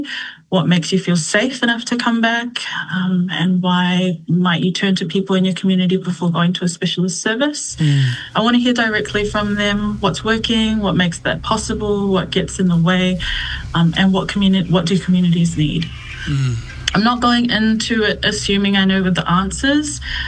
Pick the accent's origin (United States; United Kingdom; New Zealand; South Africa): New Zealand; born there; I am a second generation Aotearoa born Samoan.